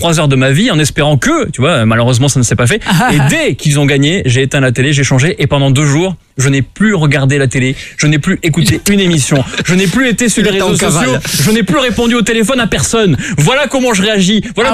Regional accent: Agen, Nouvelle-Aquitaine, France; parce que moi, j'ai grandi à Agen, tu vois, tu connais un peu cette bourgade d'Agen.

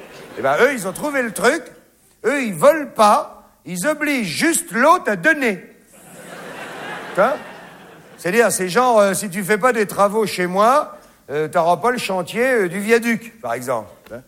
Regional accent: France; Hein, vous avez vu, chez nous, en France, ils ont dit, ah oui, oui, oui.

